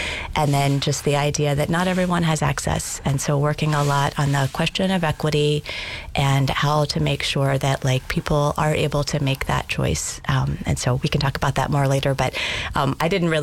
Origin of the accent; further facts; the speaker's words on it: Kentucky, United States; moved away as an adult; also born or lived in Southern Africa / Malawi; I'm from Eastern Kentucky, and I grew up in a family that farmed